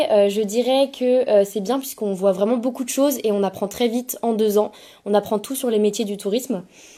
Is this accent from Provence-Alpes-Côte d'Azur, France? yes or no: no; Nantes, Pays de la Loire, France; j'ai 20 ans et je suis originaire de Nantes